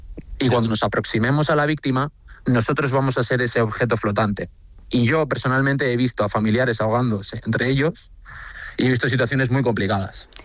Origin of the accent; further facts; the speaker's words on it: Fuerteventura, Canary Islands, Spain; also born or lived in San Sebastián; Yo me he criado en Fuerteventura, soy de Donostiarra, pero me he criado en Fuerteventura.